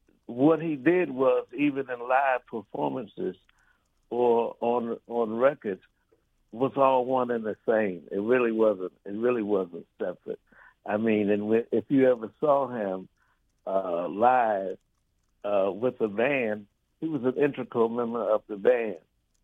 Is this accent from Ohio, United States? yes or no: yes; Cincinnati, Ohio, United States; also born or lived in Montgomery, Alabama; now in Washington, D.C., United States; I'm old enough, and I was born in Alabama, but I grew up in Cincinnati.